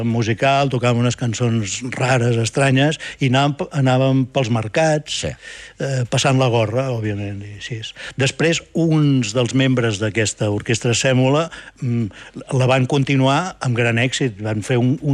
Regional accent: Barcelona, Catalonia, Spain; now in Vic, Spain; Criat a Barcelona i retornat a Vic.

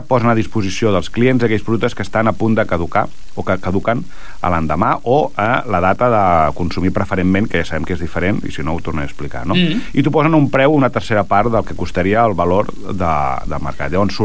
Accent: Vilassar de Mar, Catalonia, Spain; Jo que soc de Vilassar de Mar

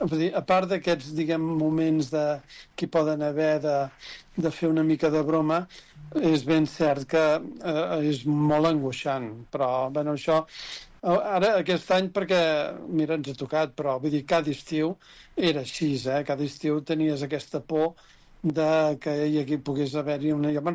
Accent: Catalonia, Spain; born there; jo recordo quan era petit, allà a Sant Sebastià, que no hi havia tant bosc encara, que jo ara tinc 67 anys

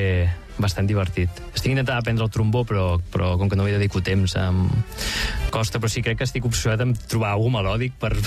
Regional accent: Mataró, Catalonia, Spain; now in Barcelona, Spain; jo no em volia desempatronar de Mataró. Per aquest punt nostàlgic, no? De dir, no, jo no vull ser de Barcelona, jo vull ser de Mataró.

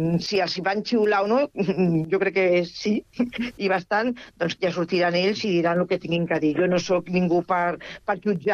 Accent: Catalonia, Spain; jo soc catalana, i per tant també és compatible que sóc espanyola

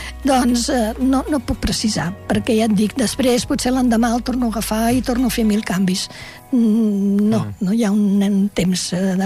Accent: Barcelona, Catalonia, Spain; born there; Jo vaig néixer a Barcelona, però després vaig anar a viure en una casa de pagès en què la gent rural no tenen especial amor als animals.

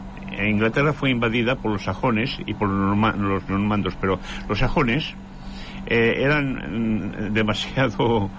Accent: Bretó, Castile and León, Spain; Y Navianos está muy cerca de mi pueblo, que se llama Bretó, y de un pueblo que se llama Bretocino

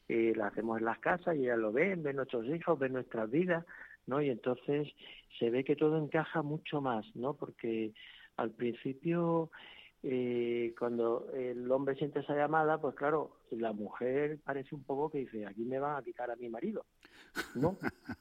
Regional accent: Cádiz, Andalusia, Spain; also born or lived in Madrid / Melilla; Yo me crié en Cádiz, acabamos en Madrid. Después yo seguí el camino militar y por eso acabé de nuevo en Melilla

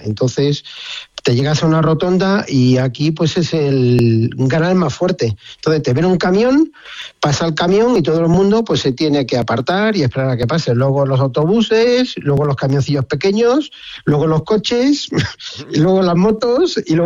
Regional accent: Málaga, Andalusia, Spain; also born or lived in Madrid; Pues mira, nacido en Madrid, malagueño.

